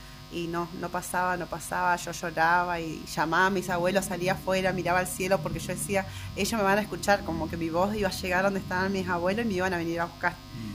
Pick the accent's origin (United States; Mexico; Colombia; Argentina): Argentina; Mencué, Río Negro; moved away; los recuerdos que yo tengo de mi crianza en Mencué, o sea, el pueblito de Mencué, para mí es mi raíz, es mi pueblo, es todo